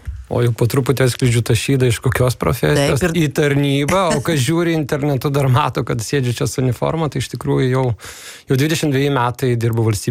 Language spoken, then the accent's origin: Lithuanian; Rietavas, Telšiai County, Lithuania; born there; nes gyvenau, augau kaime. Kaip kartais sakau, baigiau 12 klasių per 4 mokyklas, nes gimiau Rietave. Žemaitijoje.